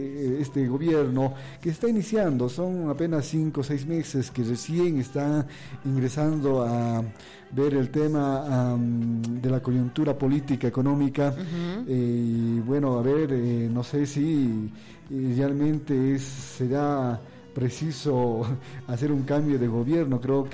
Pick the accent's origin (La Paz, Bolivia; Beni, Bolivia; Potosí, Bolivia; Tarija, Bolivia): Potosí, Bolivia; como bolivianos, como potosinos